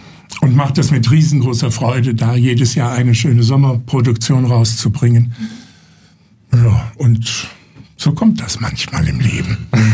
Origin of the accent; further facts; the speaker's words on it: Neuss, North Rhine-Westphalia, Germany; also born or lived in Stuttgart; now in Munich, Germany; In Neuss, in meiner Heimatstadt, habe ich meine ersten Schritte auf die Bühne gewagt am Landestheater